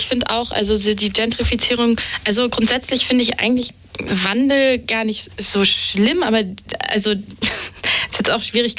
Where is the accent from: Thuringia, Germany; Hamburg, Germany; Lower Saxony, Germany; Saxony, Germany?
Hamburg, Germany; ich bin in der Schanze aufgewachsen. Die Schanze war früher noch viel zerlodderter.